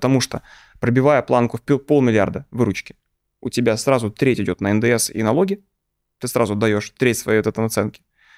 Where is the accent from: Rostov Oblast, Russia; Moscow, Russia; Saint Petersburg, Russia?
Moscow, Russia; born or raised there